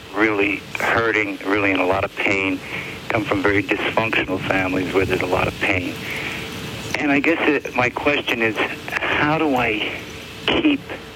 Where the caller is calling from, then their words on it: Ringtown, Pennsylvania, United States; Pennsylvania, Ringtown, Pennsylvania.